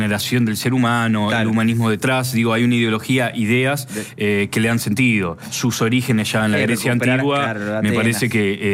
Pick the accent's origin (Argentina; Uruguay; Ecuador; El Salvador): Argentina; Rosario, Santa Fe; soy rosarino.